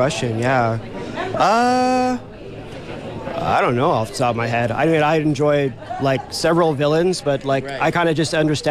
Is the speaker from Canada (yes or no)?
yes; Winkler, Manitoba, Canada; we're local. We're from Winkler.